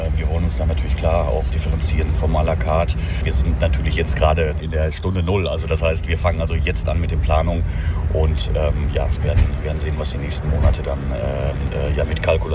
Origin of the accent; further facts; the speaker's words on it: Dortmund, North Rhine-Westphalia, Germany; Ich bin Dortmunder Junge